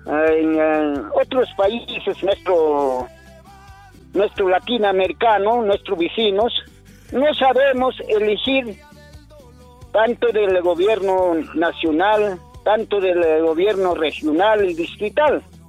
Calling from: Peru; acá en Perú

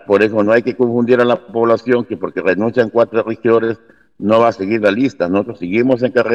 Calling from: Olmos, Lambayeque, Peru

